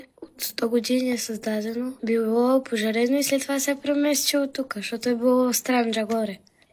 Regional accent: Sofia, Sofia City, Bulgaria; Да. От София сме и идваме тук цяло лято.

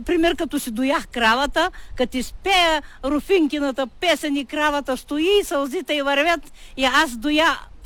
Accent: Zagrazhden, Smolyan Province, Bulgaria; От село Заграждено, община Баните.

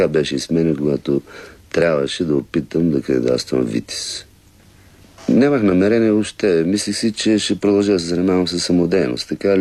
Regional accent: Elhovo, Yambol Province, Bulgaria; moved away as an adult; now in Sofia, Bulgaria; на моята биография е деня, в който съм се родил, естествено. Това се случи в Елхово, там някъде е станало началото. И доста дълго време се чувствах много добре в моя роден град. Някъде около 18-19 години живях там.

